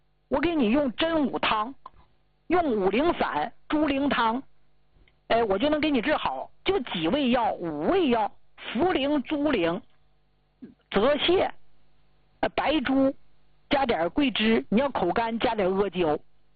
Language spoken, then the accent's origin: Chinese; Northeast China, China; 咱们东北人都知道吧，泡的胀得乎的